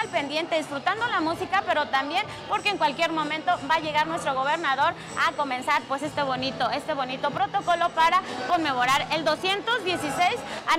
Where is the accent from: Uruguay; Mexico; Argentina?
Mexico